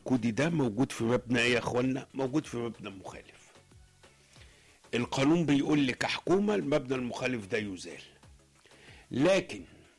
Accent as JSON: {"language": "Arabic", "country": "Egypt", "said": "عندنا في مصر"}